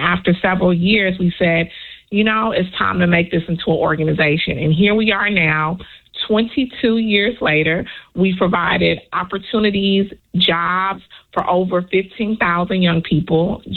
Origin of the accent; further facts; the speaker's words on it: Chicago, Illinois, United States; I'm a native Chicagoan.